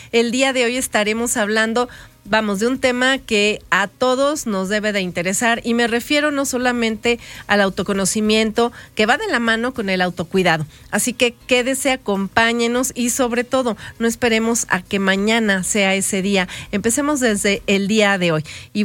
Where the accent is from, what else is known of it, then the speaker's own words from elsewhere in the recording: Mexico; muchas veces como mexicanos creo que de repente estamos en esa postergación de manera constante